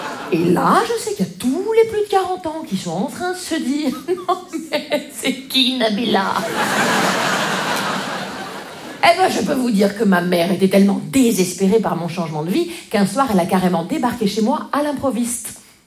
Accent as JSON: {"language": "French", "region": "Grand Est", "country": "France", "said": "Vous savez, moi je viens des Vosges."}